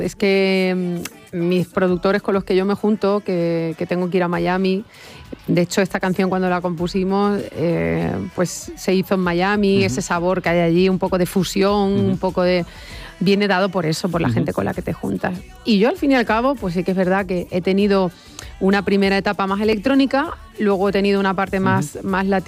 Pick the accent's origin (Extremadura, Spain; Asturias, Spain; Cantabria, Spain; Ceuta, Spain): Extremadura, Spain; moved away; un programa en Extremadura, en mi tierra, donde uh-huh. yo soy